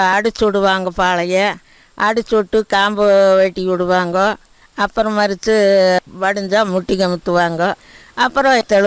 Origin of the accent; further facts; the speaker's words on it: Vadaputhur, Tamil Nadu, India; ஆமாங்க, கிணத்துக்கடவு கிட்ட வடபுதூர். நான் பிறந்து வளர்ந்தது அந்த ஊர்.